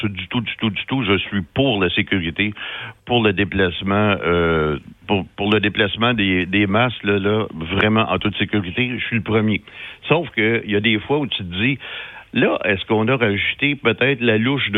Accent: Montreal, Quebec, Canada; accent: Montreal; moved away; Montréal, j'en suis natif, j'y ai habité quand même pendant 42 ans

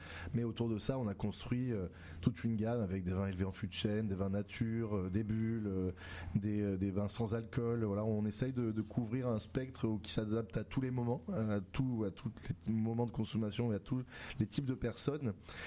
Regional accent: Aix-en-Provence, Provence-Alpes-Côte d'Azur, France; moved away as an adult; also born or lived in Paris; De Paris à Aix-en-Provence, là où j'ai grandi, là où je suis né.

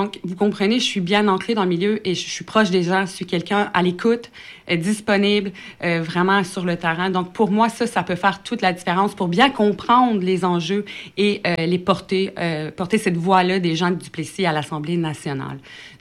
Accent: Havre-Saint-Pierre, Quebec, Canada; je suis de Havre-Saint-Pierre. On le voit avec mon accent

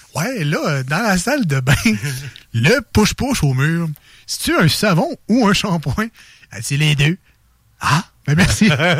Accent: Quebec City, Quebec, Canada; je viens pas de Drummondville, je viens pas de Victo, je suis Québec.

